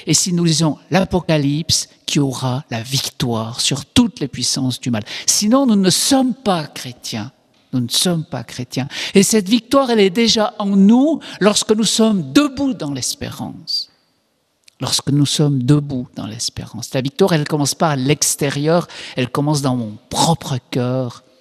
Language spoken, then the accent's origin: French; Switzerland; vous savez qu'en Suisse, comme je suis suisse, hein, il est permis de faire appel à un service assisté